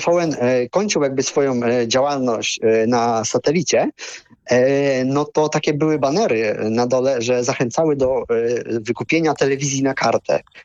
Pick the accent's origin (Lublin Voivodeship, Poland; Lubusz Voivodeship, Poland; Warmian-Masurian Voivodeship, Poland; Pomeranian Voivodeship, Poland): Lubusz Voivodeship, Poland; Jak ja jestem z okolic Zielonej Góry